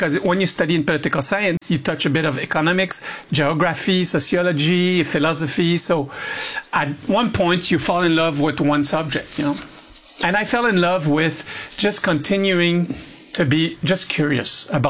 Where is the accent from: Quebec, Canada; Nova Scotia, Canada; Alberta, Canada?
Quebec, Canada; accent: French